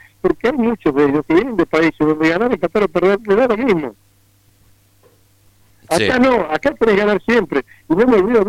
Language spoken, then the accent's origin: Spanish; Argentina; A nosotros nos duele siempre porque somos argentinos.